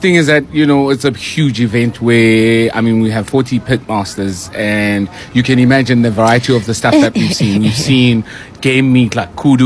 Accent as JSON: {"language": "English", "town": "Johannesburg", "region": "Gauteng", "country": "South Africa", "said": "I come from Alex."}